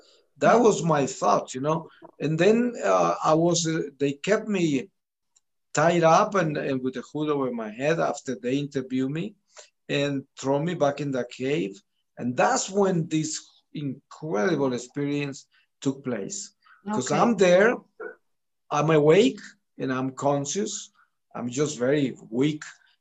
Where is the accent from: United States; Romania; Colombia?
Colombia; I was driving at midnight into a coffee ranch plantation of one of my uncles in my hometown. And I was surprised by the rebels of the Colombian Revolutionary Army called FARC.